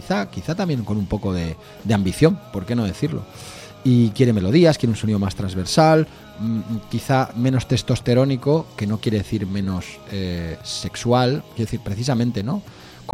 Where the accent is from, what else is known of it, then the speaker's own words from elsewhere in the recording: Spain; Somos españoles